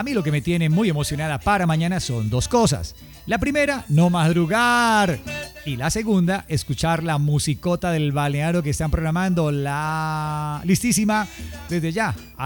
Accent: Colombia; nuestra tierra

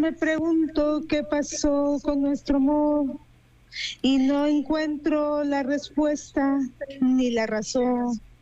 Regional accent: Michoacán, Mexico; now in El Salvador; Ah, sí, es que soy una mexicana aquí viviendo en El Salvador.

